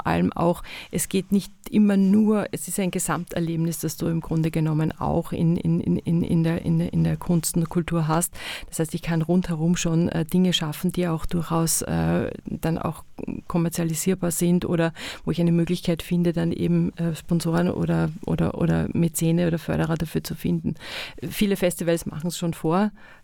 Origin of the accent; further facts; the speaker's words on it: Tyrol, Austria; auch da, wo ich herkomme, ursprünglich eben auch die Swarovski-Kristallwelten haben auch einen künstlerischen Aspekt